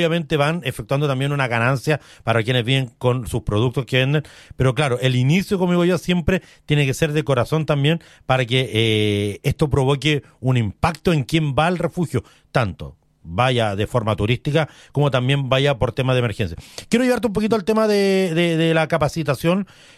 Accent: Araucanía, Chile; para toda la zona de la Araucanía, de donde soy oriundo

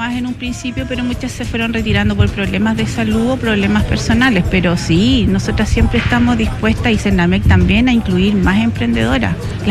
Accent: O'Higgins, Chile; somos solamente mujeres de la Sexta Región.

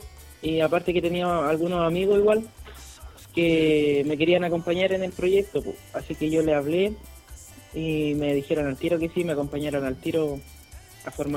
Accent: Los Ángeles, Biobío, Chile; Sí, somos la mayoría de Los Ángeles y hay un integrante que es de Angol.

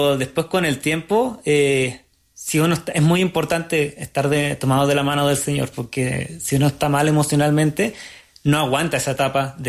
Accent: Arica, Arica y Parinacota, Chile; soy de Arica, no una ciudad tan grande, pero todavía hay una ciudad

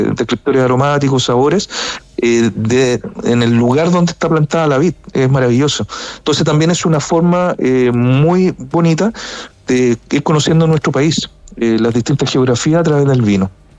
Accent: Chile; nosotros como chilenos debemos saber de vino

